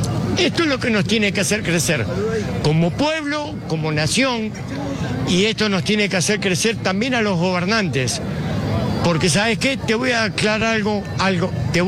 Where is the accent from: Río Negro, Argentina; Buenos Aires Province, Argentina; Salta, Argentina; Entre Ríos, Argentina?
Buenos Aires Province, Argentina; Remedios de Escalada; now in Moreno, Argentina; Soy nacido y criado en Remedio de Escalada. Actualmente vivo en Moreno.